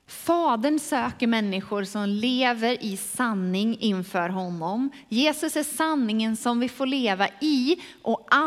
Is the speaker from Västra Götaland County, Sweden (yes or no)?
yes; Falköping, Västra Götaland County, Sweden; jag har vuxit upp i Falköping